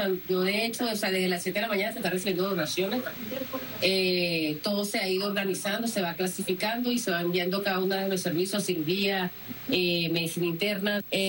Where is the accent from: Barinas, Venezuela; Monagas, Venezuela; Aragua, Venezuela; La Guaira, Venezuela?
La Guaira, Venezuela; nuestro pueblo de La Guaira